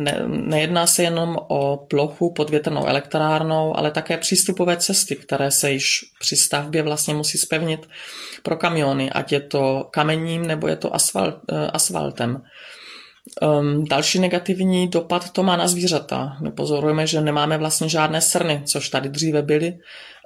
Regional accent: Bystřice pod Hostýnem, Zlín Region, Czechia; now in Dittelsheim-Heßloch, Germany

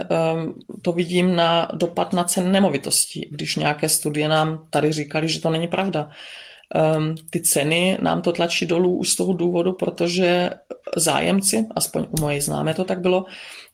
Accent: Bystřice pod Hostýnem, Zlín Region, Czechia; now in Dittelsheim-Heßloch, Germany; a pocházím z Bystřice pod Hostýnem. Aktuálně bydlím v Německu v obci Dittelsheim Heslo.

